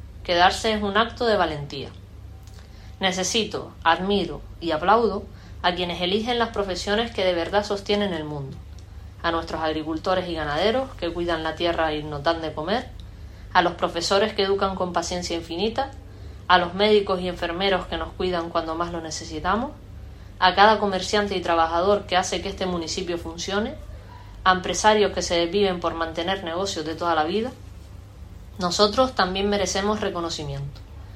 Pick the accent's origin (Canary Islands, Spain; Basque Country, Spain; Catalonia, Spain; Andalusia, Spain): Canary Islands, Spain; Teror; Me gusta siempre hablarles de mi pueblo, de las fiestas, del chorizo, del agua de Teror.